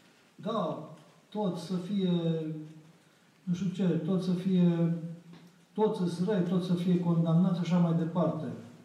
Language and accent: Romanian; Romania